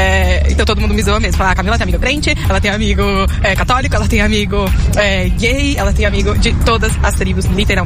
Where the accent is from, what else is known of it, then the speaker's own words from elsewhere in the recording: São Paulo, Brazil; Sou da BC Paulista, São Paulo.